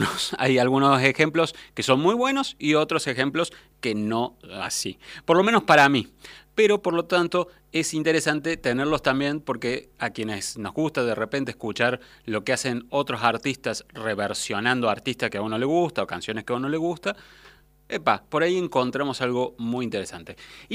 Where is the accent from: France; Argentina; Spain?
Argentina; Córdoba; los fanáticos que somos en general los argentinos, pero particularmente los cordobeses